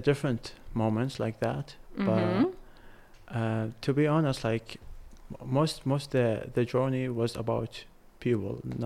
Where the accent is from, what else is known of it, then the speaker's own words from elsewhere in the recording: Al Qasim, Babil, Iraq; moved away as an adult; now in Baghdad, Iraq; first of all, I'm not from Baghdad. I'm from Babylon.